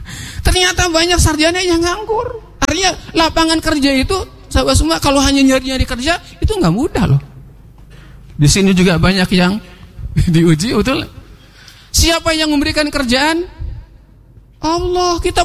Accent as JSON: {"language": "Indonesian", "town": "Indramayu", "region": "West Java", "country": "Indonesia", "moved": "yes", "said": "Walaupun saya orang Indramayu, dapat beasiswa orang Bandung gitu ya"}